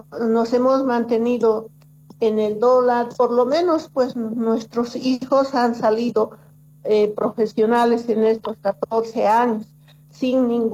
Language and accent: Spanish; Bolivia; now in Tarija, Bolivia; hemos sido bien vistos como bolivianos.